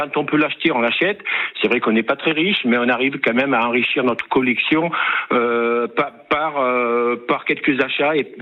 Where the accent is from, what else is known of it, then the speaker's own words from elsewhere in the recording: Auvergne-Rhône-Alpes, France; moi, je ne suis pas du Gers, comme vous avez dit tout à l'heure, je suis de Rhône-Alpes.